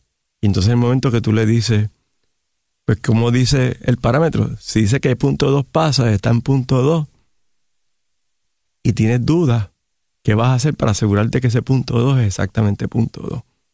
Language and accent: Spanish; Puerto Rico; Pero yo me río, yo, mira, yo soy puertorriqueño.